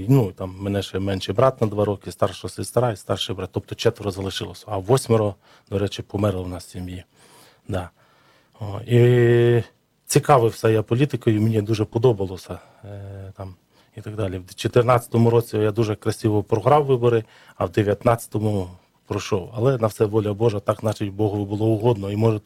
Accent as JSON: {"language": "Ukrainian", "region": "Rivne Oblast", "country": "Ukraine", "tie": "born or raised there", "said": "Я сам з Рівненщини родом туди, сам виріс без батьків."}